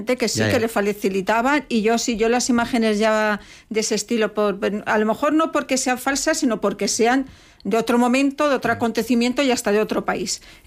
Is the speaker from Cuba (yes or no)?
no; Spain; Pues vamos a ver, yo como española